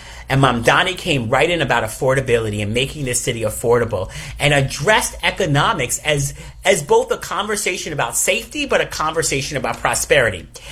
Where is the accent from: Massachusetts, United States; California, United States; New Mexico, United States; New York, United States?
New York, United States; And I watch this very clearly as a New Yorker